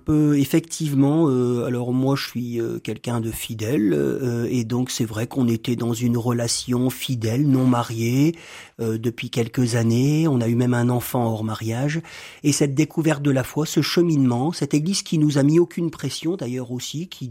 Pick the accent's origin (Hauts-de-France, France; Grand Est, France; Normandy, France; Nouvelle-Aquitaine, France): Hauts-de-France, France; Roubaix; born there; moved away as an adult; also born or lived in Gap; now in Villeneuve-d'Ascq, France; Je suis né à Roubaix.